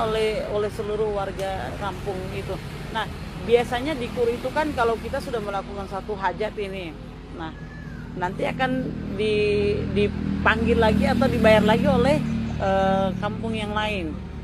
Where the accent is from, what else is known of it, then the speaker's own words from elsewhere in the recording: Kur Island, Maluku, Indonesia; sebagai identitas kita orang Kur